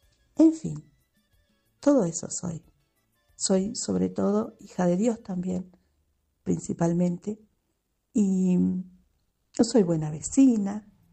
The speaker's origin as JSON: {"language": "Spanish", "region": "Montevideo", "country": "Uruguay", "tie": "born there", "said": "Nací en Montevideo, soy muy citadina, me gusta mucho la ciudad, soy uruguaya, uruguaya."}